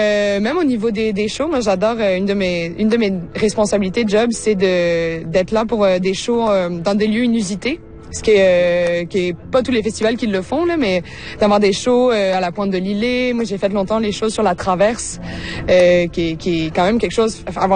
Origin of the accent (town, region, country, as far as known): Réunion, France; born or raised there